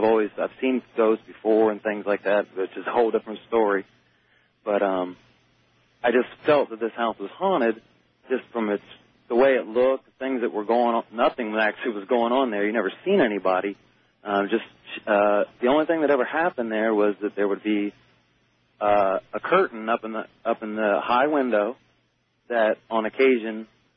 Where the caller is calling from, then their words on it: Canal Winchester, Ohio, United States; I'm from Canal Winchester, Ohio.